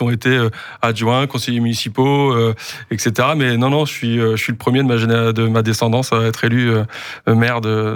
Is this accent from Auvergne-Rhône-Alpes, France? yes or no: no; Erquy, Brittany, France; moi je suis issu d'une génération de Réginéens d'élus, et si on remonte dans l'arbre généalogique, ça fait plus de 200 ans qu'on est élu